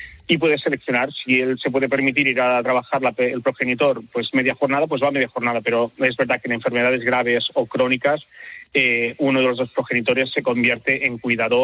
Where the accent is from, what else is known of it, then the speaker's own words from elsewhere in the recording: Catalonia, Spain; now in Barcelona, Spain; Pues otra vez viviendo en Barcelona, nosotros somos de la Garrocha, de la comarca ahí a lo alto de Cataluña